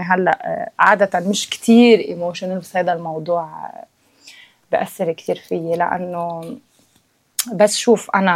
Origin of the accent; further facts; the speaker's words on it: Baskinta, Mount Lebanon, Lebanon; accent: Baskintawi; moved away as an adult; أهل بس كنتا بحبوا الضيعة. أنا بحب ضيعتي لأسباب عديدة، أقولش ضيعتي مطرح ما أنا خلقت، خصوصا أنا ربيت فوق. يعني أنا نزلت رالف على بيروت بس بالجامعة، يعني أنا تعلمت فوق بمدارسة